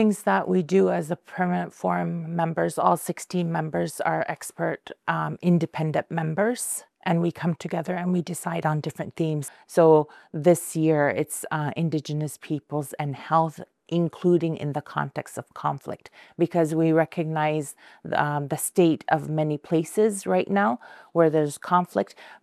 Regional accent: Canada; So I'm an Inuk from the Arctic, from the Canadian Arctic, and we had the opening this year

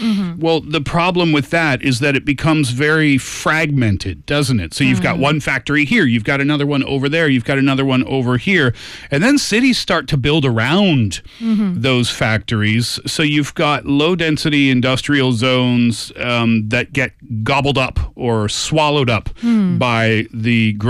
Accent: Canada; Sorry, I'm Canadian.

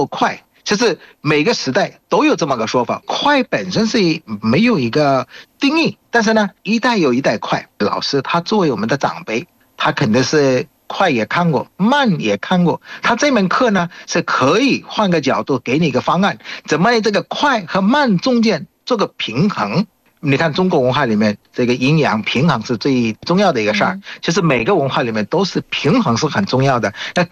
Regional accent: Bangladesh; Chinese is a second language; 我是来自于孟加拉国的

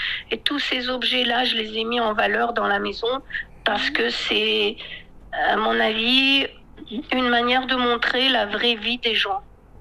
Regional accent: France; now in Yunnan, China; j'ai beaucoup voyagé au Yunnan, mais je suis française.

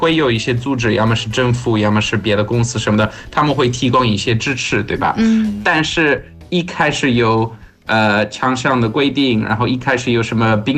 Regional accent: Portugal; 这个烤鸡店对我们葡萄牙人，因为我父亲来自葡萄牙，

